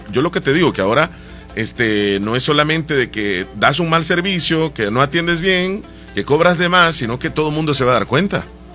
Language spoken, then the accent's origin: Spanish; El Salvador; Yo soy de acá, yo vivo acá, sobrevivo en El Salvador